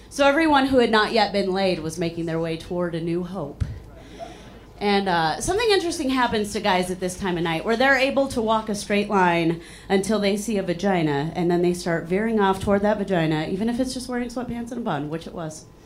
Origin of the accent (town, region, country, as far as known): Chicago, Illinois, United States